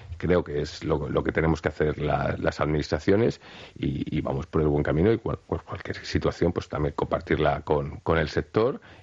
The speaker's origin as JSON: {"language": "Spanish", "region": "Basque Country", "country": "Spain", "said": "somos los propios vascos"}